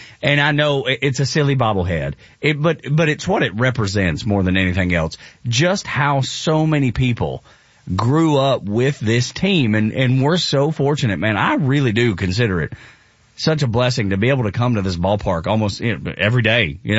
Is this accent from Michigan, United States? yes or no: no; Georgia, United States; I was from Northwest Georgia.